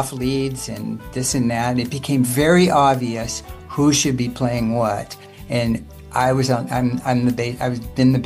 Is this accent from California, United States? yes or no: yes; Sacramento, California, United States; also born or lived in Oakland; All my friends are still in Sacramento. I was born in Oakland, but I pretty much say I'm from Sacramento.